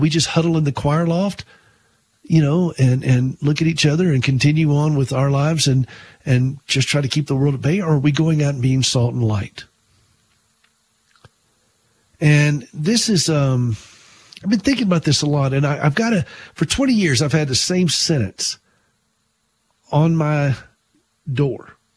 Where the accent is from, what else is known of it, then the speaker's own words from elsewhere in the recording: South Carolina, United States; moved away; my hometown there in South Carolina